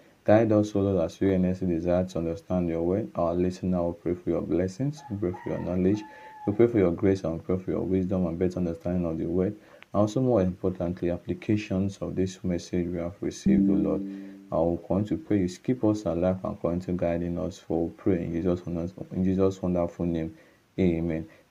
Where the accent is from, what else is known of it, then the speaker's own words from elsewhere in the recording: Okada, Edo, Nigeria; from Okada Town, Edo State, Nigeria